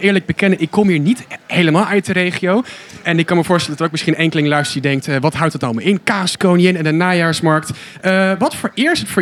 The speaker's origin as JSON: {"language": "Dutch", "town": "Gouda", "region": "South Holland", "country": "Netherlands", "tie": "born there", "said": "ik ben geboren in Gouda."}